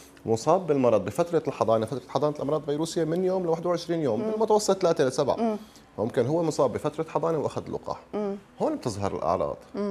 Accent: Syria; نحن بسوريا

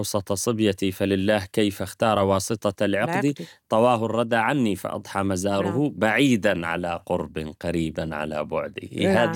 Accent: Syria; ونحن كسوريين نفخر بك

